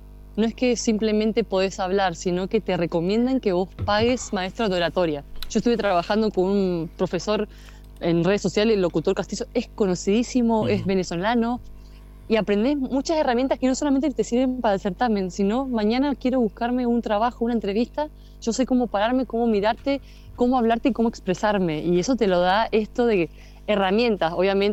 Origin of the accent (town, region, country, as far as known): Río Gallegos, Santa Cruz, Argentina; born or raised there